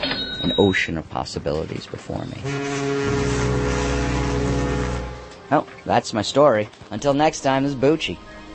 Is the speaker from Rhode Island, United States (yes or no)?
yes; Rhode Island, United States; I grew up in Rhode Island. Everyone has a boat there.